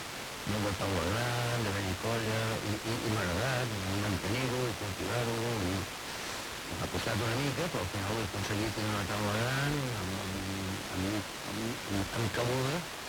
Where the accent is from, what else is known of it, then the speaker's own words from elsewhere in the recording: Catalonia, Spain; jo soc molt català i molt fan del flamenco.